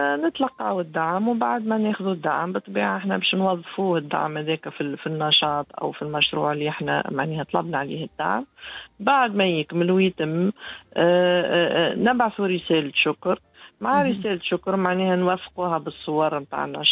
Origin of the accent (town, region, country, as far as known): Tunisia